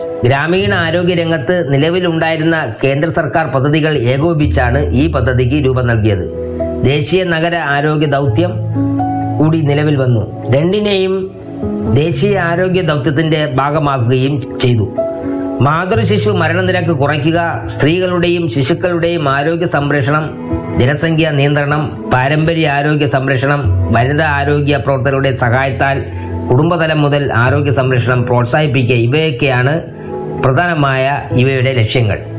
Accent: Kerala, India; മലയാളികൾ എന്ന നിലയിൽ നമുക്ക് അഭിമാനിക്കാം.

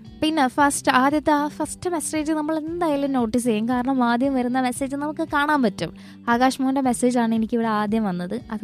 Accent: Kerala, India; ഒരു മലയാളി എന്ന നിലയിൽ നമ്മൾ ഒരിക്കലും തെറ്റിക്കാൻ പാടില്ലാത്ത ചോദ്യമാണ്

